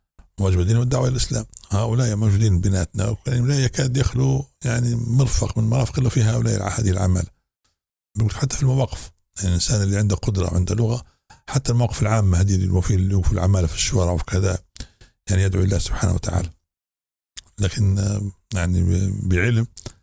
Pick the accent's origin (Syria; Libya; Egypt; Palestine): Libya; وهذا عندنا باب غايب عندنا في ليبيا حقيقة جانب الدعوة